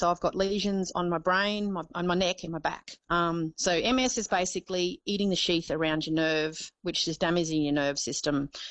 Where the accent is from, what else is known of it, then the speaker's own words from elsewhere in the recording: Injune, Queensland, Australia; I come from Injun. I ended up moving closer to the coast.